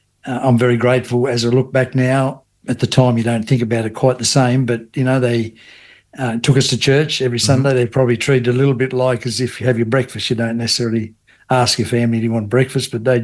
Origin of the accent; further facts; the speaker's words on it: Devonport, Tasmania, Australia; I was born in Devonport, and so I've been here all my life